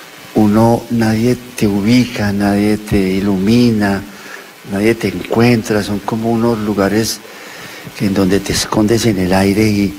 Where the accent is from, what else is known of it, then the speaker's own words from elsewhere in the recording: Antioquia, Colombia; Yo soy un antioqueño, de esos antioqueños.